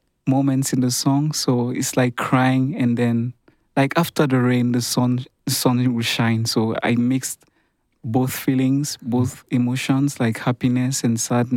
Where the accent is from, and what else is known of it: Cameroon; born or raised there; moved away